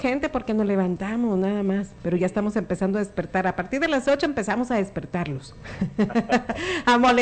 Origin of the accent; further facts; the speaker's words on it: Nayarit, Mexico; así como somos los mexicanos y los nayaritas.